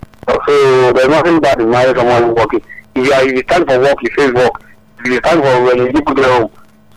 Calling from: Lagos, Nigeria; I'm calling you from Ogba.

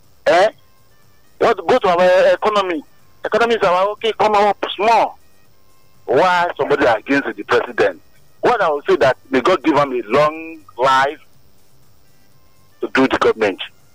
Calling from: Abuja, Federal Capital Territory, Nigeria; I'm calling from Abuja.

